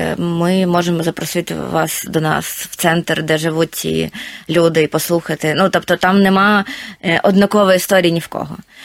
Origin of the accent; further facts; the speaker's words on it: Mariupol, Donetsk Oblast, Ukraine; moved away as an adult; я сама з Маріуполя, я виїжджала в 22-му році з Маріуполя